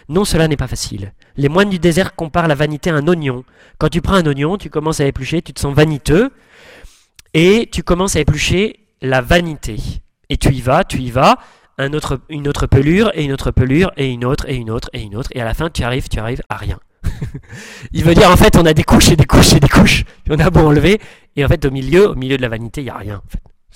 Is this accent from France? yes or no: yes; south of France, France; Mais comme je viens du Sud, vous voyez, j'avais un peu enflé l'affaire.